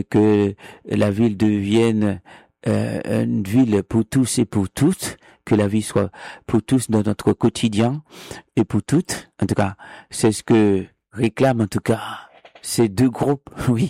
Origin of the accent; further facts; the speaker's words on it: Haiti; now in Canada; même si je suis au Québec, mais vous savez quand même que je suis natif d'Haïti.